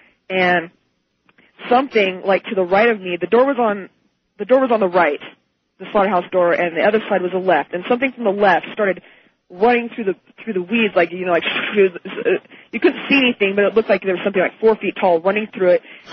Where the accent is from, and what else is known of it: Susanville, California, United States